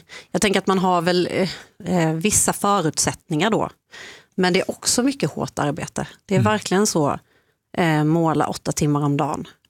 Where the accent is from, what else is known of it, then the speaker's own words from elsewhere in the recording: Småland, Sweden; Jag kommer ju från Småland, i liksom uppvuxen i en familj som hållit på mycket så med metallindustri